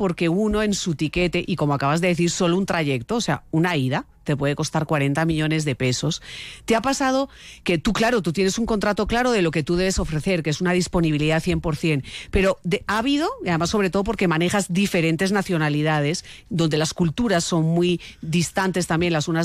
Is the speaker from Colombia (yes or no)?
yes; Colombia; Y además recuerda que soy colombiana